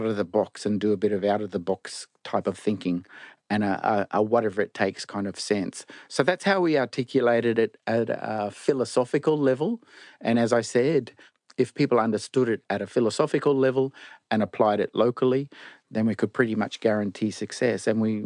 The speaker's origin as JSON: {"language": "English", "town": "Bundaberg", "region": "Queensland", "country": "Australia", "said": "I knew that I'm from Bundaberg, I was working in Cherbourg, and as a black fella, I was going to head all over the country."}